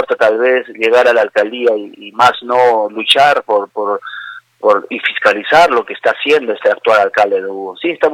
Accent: Inclán, Tacna, Peru; yo ya estoy años desde que nací aquí en Inclán

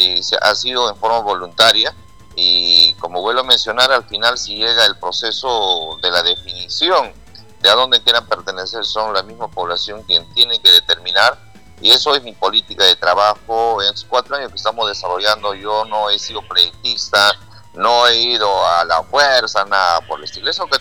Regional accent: Huancavelica, Peru; now in Pangoa, Peru; yo soy de Huancavelica, un huancavelicano que habito aquí en Pangoa

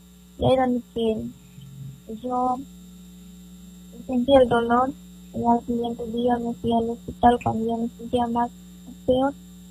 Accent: Loreto, Peru; Soy de la comunidad nativa de Quisoyal, de Chambira.

